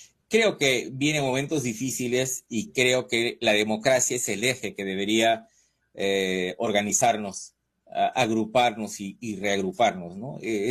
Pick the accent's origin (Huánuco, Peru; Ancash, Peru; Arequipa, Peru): Huánuco, Peru; entre Sendero Luminoso, la actividad terrorista y el narcotráfico en el Alto Bayaga y Huánuco, que es de donde yo vengo.